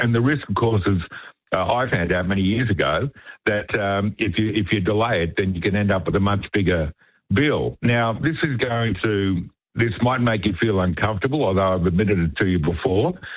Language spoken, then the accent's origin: English; Queensland, Australia; I am a Queenslander.